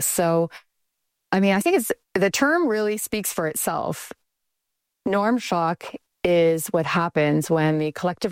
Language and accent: English; Canada; So I would have never thought, I'm a Canadian.